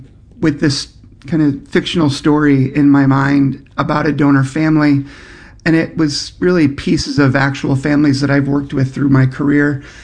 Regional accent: St. Louis, Missouri, United States; moved away; I was actually born and raised in St. Louis

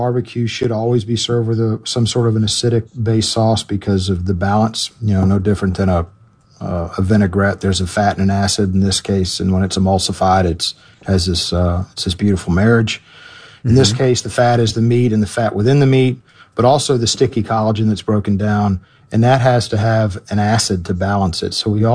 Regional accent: Memphis, Tennessee, United States; born there; I was born in Memphis.

